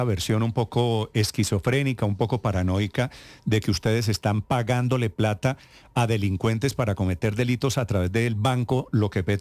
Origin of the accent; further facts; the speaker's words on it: Bogotá, D.C., Colombia; nosotros como cachacos